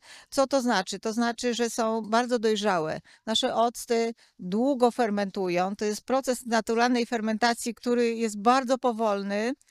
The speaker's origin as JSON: {"language": "Polish", "town": "Kościelec", "region": "Greater Poland Voivodeship", "country": "Poland", "said": "Poza jarmarkiem jesteśmy z Wielkopolski, Kościelec, koło koła."}